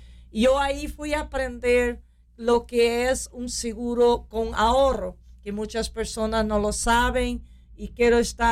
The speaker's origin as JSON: {"language": "Spanish", "country": "Brazil", "said": "yo también soy latina de Sudamérica, de Brasil, pero no somos buenos ahorrando, ¿no?"}